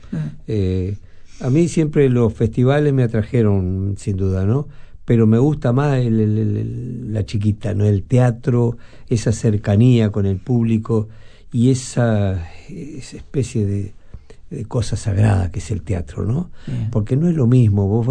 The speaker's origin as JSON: {"language": "Spanish", "country": "Uruguay"}